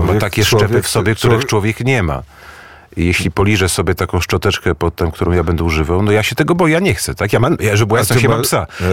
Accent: Warsaw, Masovian Voivodeship, Poland; born there; lubię Warszawę. Jestem stąd. Urodziłem się tutaj

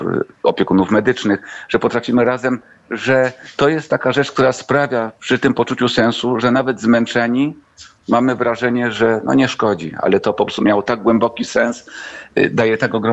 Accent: Kraków, Lesser Poland, Poland; moved away; also born or lived in Warsaw / Podlasie; ja jestem krakusem, jak mówię, z długim epizodem warszawskim w rozwoju i w życiu i byłem wychowany w kulturze pewnej jednokulturowości.

